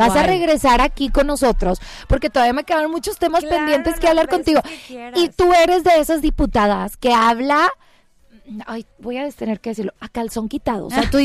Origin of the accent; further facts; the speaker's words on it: Monterrey, Nuevo León, Mexico; Yo soy de Monterrey.